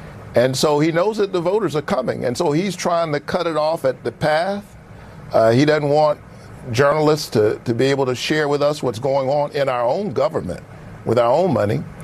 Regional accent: Georgia, United States; I'm from Georgia. It's a purple state.

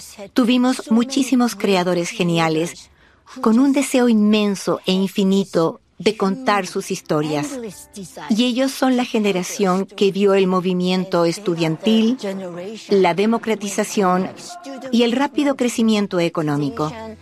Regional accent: South Korea; ¿Eres de Corea del Norte o de Corea del Sur? Esa era la pregunta que más me hacían cuando respondía, soy de Corea.

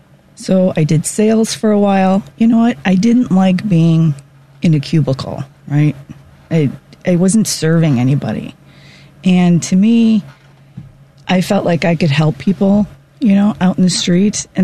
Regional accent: Chicago, Illinois, United States; also born or lived in Poland; I grew up in Bridgeport, in back of the yards.

